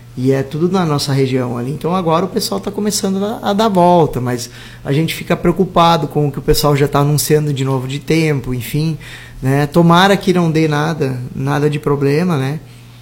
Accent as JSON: {"language": "Portuguese", "town": "Lajeado", "region": "Rio Grande do Sul", "country": "Brazil", "said": "a gente vem lá do Vale do Taquari, de Lajeado"}